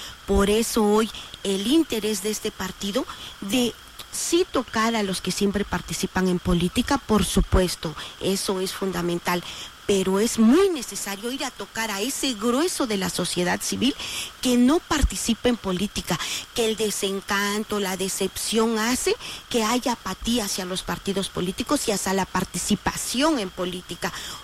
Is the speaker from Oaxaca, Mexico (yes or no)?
yes; Oaxaca, Mexico; esa gran fraternidad que somos los oaxaqueños y las oaxaqueñas